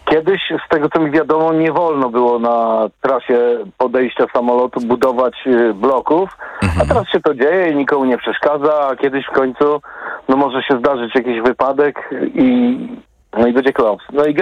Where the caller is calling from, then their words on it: Bydgoszcz, Kuyavian-Pomeranian Voivodeship, Poland; Ja jestem akurat z Bydgoszczy i tak mi się wydaje, że kiedyś, no jestem już starszym, no 58 lat mam